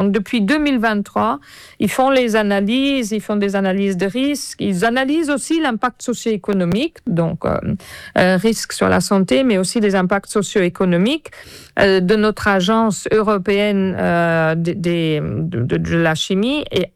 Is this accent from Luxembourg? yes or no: yes; Luxembourg; je viens du Luxembourg